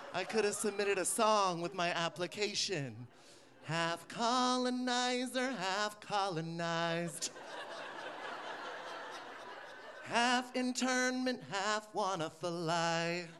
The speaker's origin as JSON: {"language": "English", "area": "Bay Area", "region": "California", "country": "United States", "tie": "born or raised there", "said": "I grew up in the Bay Area, so parents were liberal. Our grandparents, not so much."}